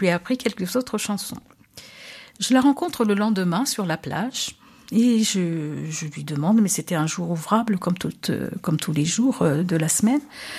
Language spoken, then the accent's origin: French; Madagascar; now in France; je suis d'origine de Madagascar, mais ça fait pratiquement un demi-siècle que je suis en France. Ah, et je rentre maintenant, ces dernières années, régulièrement pour revoir ma famille, mes origines.